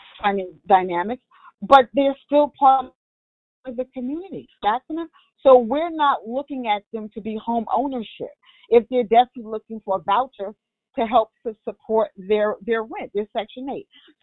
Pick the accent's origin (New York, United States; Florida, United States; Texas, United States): New York, United States; New York City; So I grew up in Harlem, Manhattan Avenue. That's where those are my stomping grounds. Even though I live on 149th Street